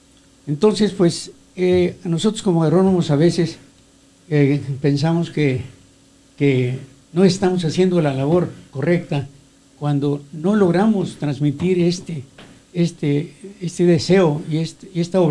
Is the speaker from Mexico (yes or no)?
yes; Mexico; puedo decir porque en mi tierra, en los mayas